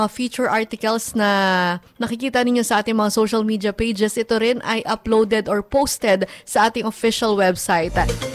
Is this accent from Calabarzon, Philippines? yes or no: yes; Antipolo, Calabarzon, Philippines; Ako kasi taga Antipolo ko, sa Rizal Province kami.